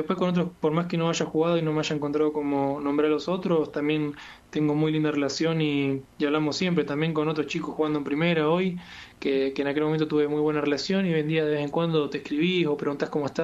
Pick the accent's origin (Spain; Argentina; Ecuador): Argentina; moved away as an adult; now in Matelica, Italy; dejé todo allá en Argentina, tengo mucha ropa allá